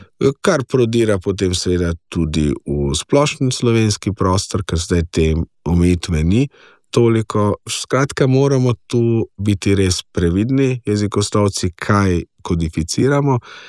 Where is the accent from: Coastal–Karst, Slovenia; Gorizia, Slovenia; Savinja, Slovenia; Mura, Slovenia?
Mura, Slovenia; Lipovci; Ne, prihajam iz Lipovec.